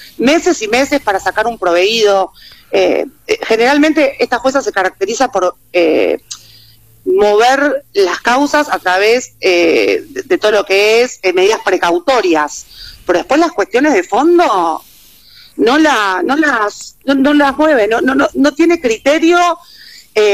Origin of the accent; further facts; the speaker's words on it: Argentina